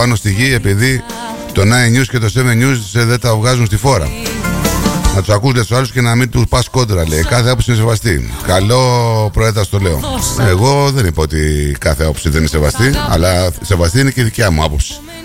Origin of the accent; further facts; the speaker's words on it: Greece; σαν Έλληνας